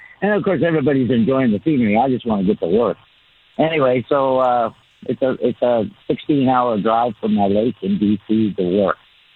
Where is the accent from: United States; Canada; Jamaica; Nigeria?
Canada; White Rock, British Columbia; it's a 35-mile drive from my hometown, White Rock, to Vancouver.